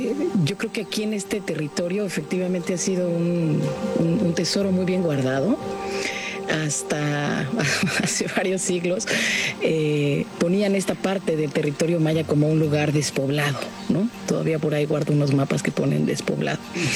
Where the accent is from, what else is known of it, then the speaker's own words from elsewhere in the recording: Chiapas, Mexico; born there; moved away as an adult; now in Solferino, Quintana Roo, Mexico; yo nací en Chiapas, de ahí mi gran amor por la naturaleza, pero el trabajo me trajo acá.